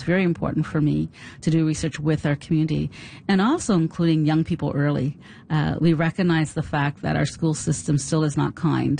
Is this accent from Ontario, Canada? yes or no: no; Beechville, Nova Scotia, Canada; it's always very important for me to ground myself in my historical African Nova Scotian community. So I was born and raised in Beechville.